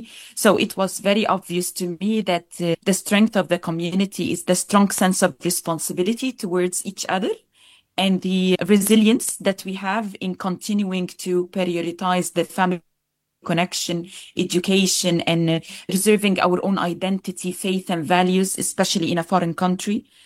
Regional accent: Egypt; now in Melbourne, Australia; I come from Egyptian Middle Eastern background. And like many migrants, my journey is layered and shaped but with migration, motherhood, education, and community work.

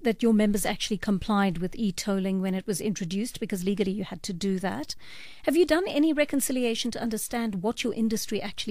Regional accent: South Africa; my feeling as a South African citizen

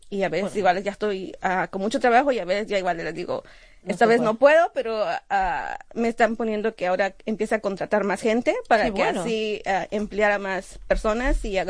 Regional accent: Mexico; moved away; Pues soy mexicana

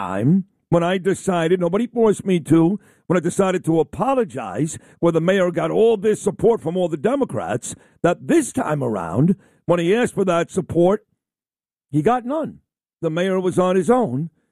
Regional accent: New York City, New York, United States; I grew up in Brooklyn, we use cockroach.

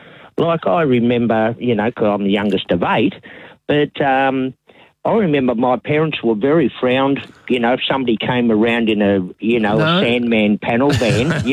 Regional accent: Geelong, Victoria, Australia; Now, we're from Geelong, so we went up to Melbourne. Where do we park, you know? And then you've got Easter because of a Greek background

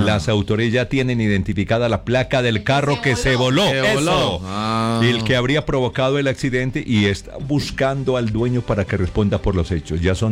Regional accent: Concordia, Antioquia, Colombia; Vea este otro de Concordia, mi tierrita, pero no fue arriba en el pueblo, sino en la carretera que va de Bolombolo.

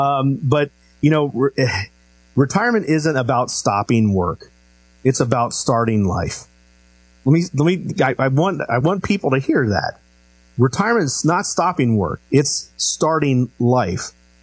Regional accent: Cincinnati, Ohio, United States; I grew up in Cincinnati, Ohio

